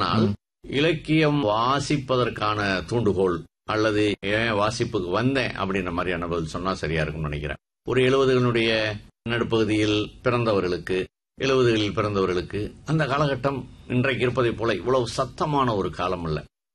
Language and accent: Tamil; Madurai, Tamil Nadu, India; என்னுடைய சொந்த ஊர் மதுரை. மதுரையில தல்லாபுளம். தல்லாபுளம்ன்றது நகரனுடைய மத்தியில வைகை வடகரையில் இருக்குது.